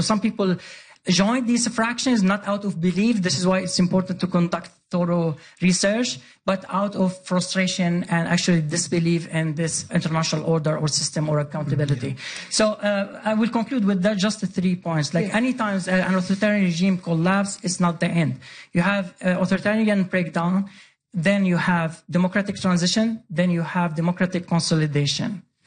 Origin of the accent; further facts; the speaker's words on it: Sweden; because I grew up in Sweden.